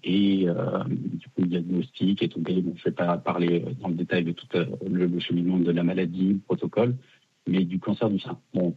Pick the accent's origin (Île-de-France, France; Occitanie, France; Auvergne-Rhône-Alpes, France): Auvergne-Rhône-Alpes, France; Lyon; Oui, donc c'est ce que je te disais. Donc je viens de Lyon.